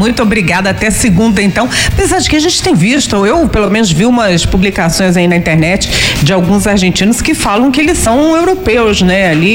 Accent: Brazil

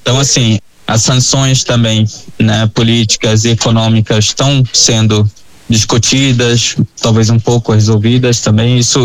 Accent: Syria; moved away as an adult; also born or lived in Brazil; como sírio, né, eu estive como refugiado no Brasil durante 15 anos por conta da guerra civil.

